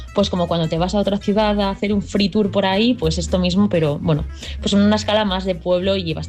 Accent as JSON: {"language": "Spanish", "town": "Valle de Sajambre", "region": "Castile and León", "country": "Spain", "tie": "born or raised there", "said": "mi pueblo. El Valle de Sajambre, la verdad es que es un lugar muy especial. Está situado en pleno Parque Nacional de los Picos de Europa"}